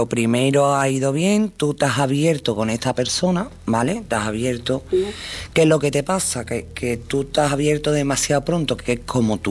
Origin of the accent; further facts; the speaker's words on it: Seville, Andalusia, Spain; Yo soy de Sevilla, lo que pasa es que yo creo que pronuncio mucho la S